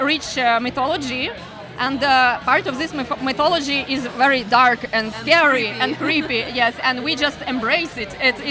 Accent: Kyiv, Ukraine; No, we are from Ukraine.

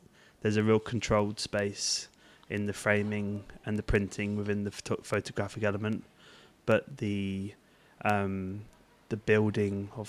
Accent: Hastings, South East England, United Kingdom; I grew up in Hastings

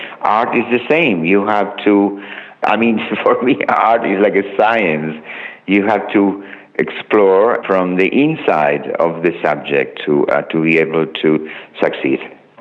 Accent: Buenos Aires, Argentina; English is a second language; moved away as an adult; now in Italy; You see, because I was arriving from Argentina, and in 67, 68, it was a big political moment where the young left were very active against organized cultural institutions. When I arrived in Italy, it was the same.

